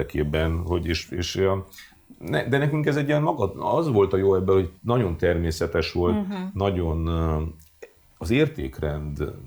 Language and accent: Hungarian; Miercurea Ciuc, Harghita, Romania; moved away as an adult; Én ugye 18 éves koromban eljöttem otthonról, mert Csíkszeredai vagyok, és Csíkszeredában nem volt egyetem